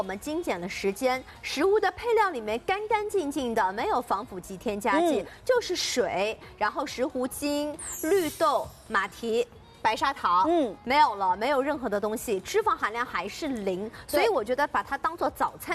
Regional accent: Shanghai, China; 而且接下来秋老虎来袭啊，我们上海人都知道的。

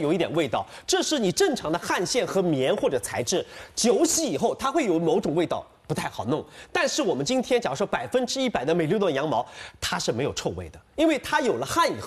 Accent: Shanghai, China; 我们上海人喜欢叫它是驼色

